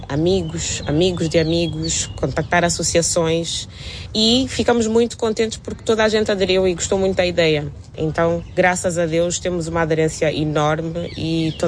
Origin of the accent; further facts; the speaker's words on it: Angola; Ora bem, de Angola nós vamos ter um que eu gosto muito. Eu não era muito boa a jogar, mas era o meu favorito